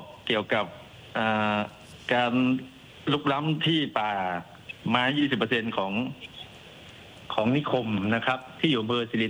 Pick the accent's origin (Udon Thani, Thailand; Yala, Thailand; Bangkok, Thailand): Udon Thani, Thailand; คนอุดรธานีครับ